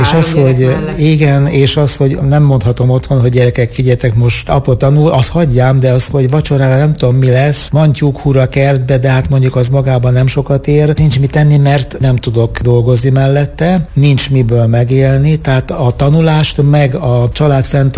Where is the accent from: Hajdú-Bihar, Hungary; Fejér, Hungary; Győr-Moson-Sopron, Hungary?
Hajdú-Bihar, Hungary; Bagamér; egy olyan közösségben nőttem föl, egyrészt a családi közösségben, Bagamérben, igen, ahol a szüleim nem csak tanítottak Isten országáról, hanem megélték.